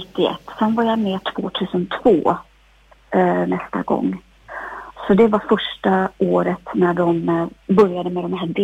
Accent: Östersund, Jämtland County, Sweden; vi kom ju från Jämtland, Östersund.

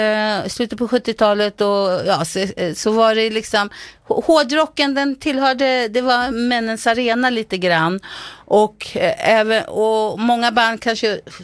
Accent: Vingåker, Södermanland, Sweden; Alltså, jag är uppvuxen i utanför Vingåker, men jag gick ju i skolan i Vingåker.

